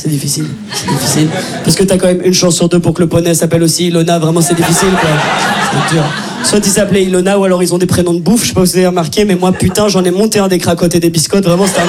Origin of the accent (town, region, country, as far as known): Brussels, Brussels-Capital Region, Belgium; accent: Brussels